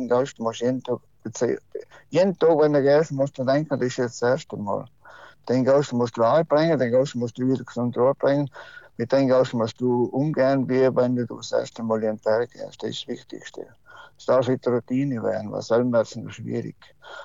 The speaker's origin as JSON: {"language": "German", "region": "South Tyrol", "country": "Italy", "said": "das sind die Probleme und mit die Massen sind bei uns im Westen von Südtirol sowieso, haben wir noch nichts Problem."}